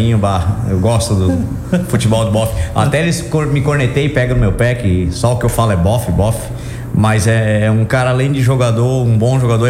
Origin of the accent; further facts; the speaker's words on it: Brazil; eu me criei no Jaguari